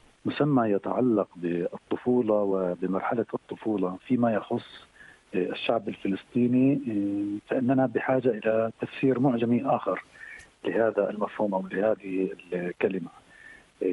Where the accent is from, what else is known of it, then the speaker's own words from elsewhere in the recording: Nablus, West Bank, Palestine; moved away as an adult; now in Cairo, Egypt; أنا نشأت وترعرعت في مدينة نابلس، ومدينة نابلس هي عاصمة جبل النار